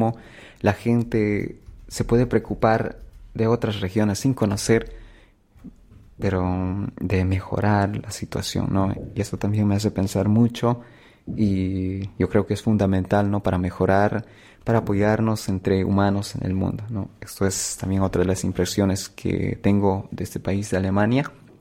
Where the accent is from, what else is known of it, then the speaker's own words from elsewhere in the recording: Bolivia; mi familia y los bolivianos